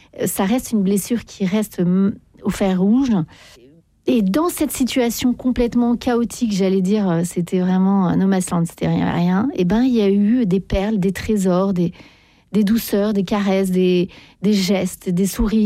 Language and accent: French; Paris, Île-de-France, France; Vous savez, moi je suis parisienne, on râle beaucoup